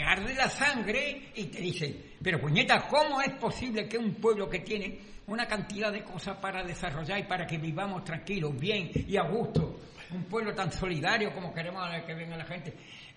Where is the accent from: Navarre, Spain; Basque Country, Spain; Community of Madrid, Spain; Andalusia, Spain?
Andalusia, Spain; Sanlúcar de Barrameda; born there; moved away; Yo quiero tanto a mi pueblo